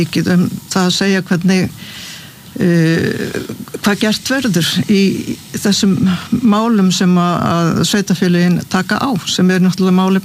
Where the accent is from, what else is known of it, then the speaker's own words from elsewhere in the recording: Suðurnesjabær, Southern Peninsula, Iceland; samfylkingin vann sigur í Suðurnesjabæ, mínum heimabæ